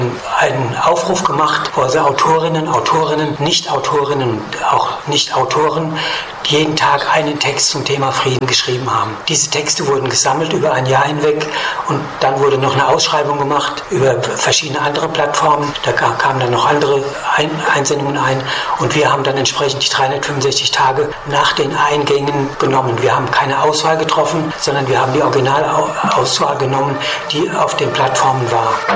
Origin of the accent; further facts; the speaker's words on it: Bingen am Rhein, Rhineland-Palatinate, Germany; ich bin am Rhein ursprünglich. Aus Bingen am Rhein und bin dann in verschiedenen Stationen Deutschlands und Südamerikas gewesen, auch Israel, Indien und so weiter und so fort.